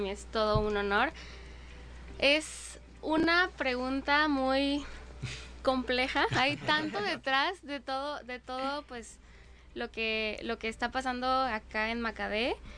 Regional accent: Acapulco, Guerrero, Mexico; born there; Yo nací aquí en Acapulco y mi primera experiencia en la repostería fue a los 8 años

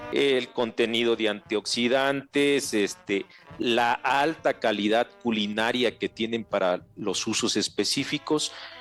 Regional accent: Mexico

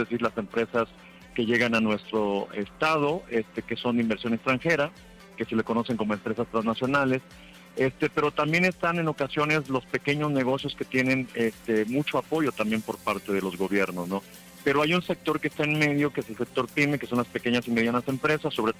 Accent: Mexico; de qué somos capaces los mexicanos aquí en Aguascalientes

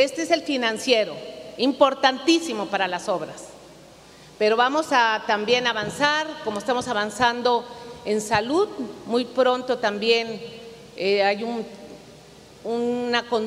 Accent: Veracruz, Mexico; Y hoy Veracruz nuevamente vuelve a ser punta de lanza, porque así somos los veracruzanos.

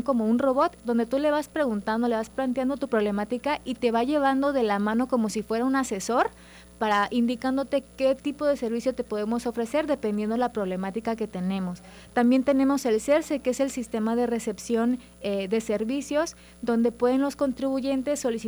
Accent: Mexico

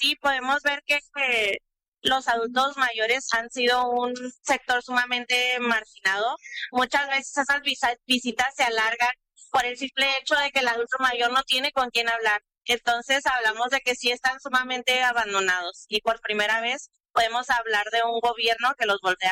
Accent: Mexico; Creo que es bien importante que como mexicanos y mexicanas no veamos esto como una concesión

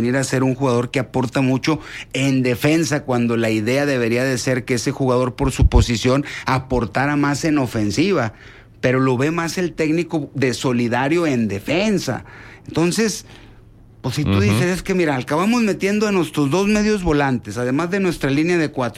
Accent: Mexico

